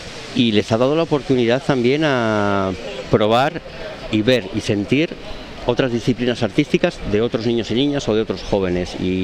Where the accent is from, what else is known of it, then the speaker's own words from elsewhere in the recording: Torrelavega, Cantabria, Spain; que soy de aquí de Torre la Vega